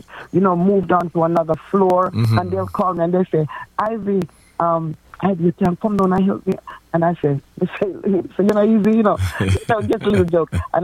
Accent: Jamaica; moved away; I remember growing up in Jamaica, I used to go to the poor house.

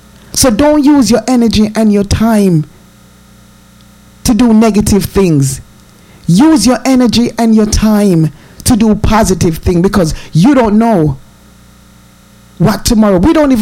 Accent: Jamaica; I remember growing up in Jamaica, Christmas take forever if it come.

